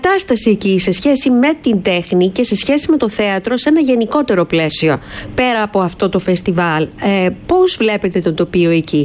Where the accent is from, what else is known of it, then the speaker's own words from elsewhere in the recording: Thessaloniki, Central Macedonia, Greece; εγώ είμαι από τη Βόρεια Ελλάδα, από τη Θεσσαλονίκη